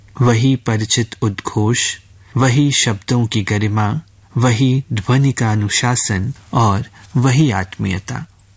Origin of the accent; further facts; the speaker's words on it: Gorakhpur, Uttar Pradesh, India; मेरा बचपन गोरखपुर में बीता, शुरुआती शिक्षा भी।